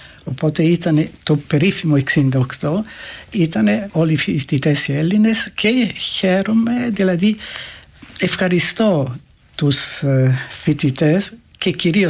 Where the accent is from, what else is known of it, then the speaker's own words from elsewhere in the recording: Grosseto, Tuscany, Italy; moved away as an adult; also born or lived in Florence / Rome / Thessaloniki; Γεννήθηκα στο Γκροσέτο, στη Τοσκάνα, και πήγα να σπουδάσω στη Φλωρεντία. Στο Γκροσέτο πρέπει να πω δεν είχα πολύ καλές σχέσεις με την πόλη. Αισθανόμουν κάπως ξένη στην πόλη μου.